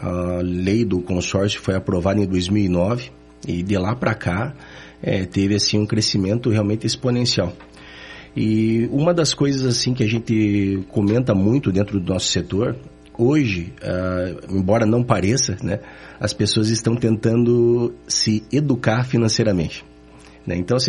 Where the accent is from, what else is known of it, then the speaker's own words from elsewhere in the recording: Ponta Grossa, Paraná, Brazil; moved away as an adult; now in Curitiba, Brazil; Eu sou natural de Ponta Grossa. Eu estou em Curitiba desde 1998. Então eu sou natural do interior do Paraná, mas me considero mais daqui do que de lá. Tenho muito orgulho, né, da minha cidade natal.